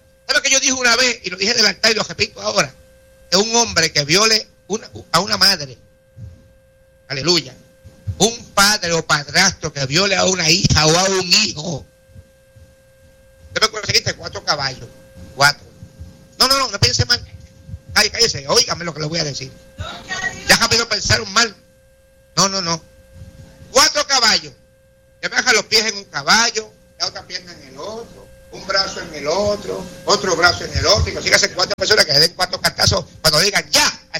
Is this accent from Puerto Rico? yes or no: yes; Corozal, Puerto Rico; moved away; allá en Puerto Rico, en mi pueblo, Corozal, Puerto Rico